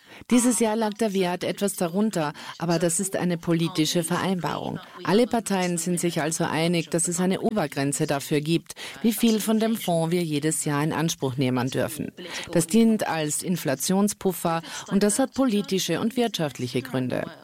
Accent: Norway; Was wir als Norweger hören, ist, dass es euer Geld. Als norwegischer Bürger ist es dein Geld, oder?

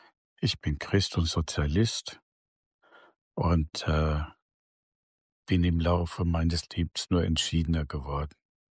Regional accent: Germany; und ich bin aus Deutschland

